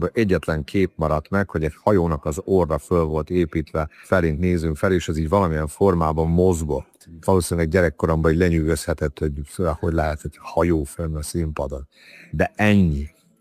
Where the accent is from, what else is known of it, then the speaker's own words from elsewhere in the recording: Subotica, Vojvodina, Serbia; Furcsa világban nőttem fel, hogy a Szabadkán volt egy úgynevezett híres Risztics korszak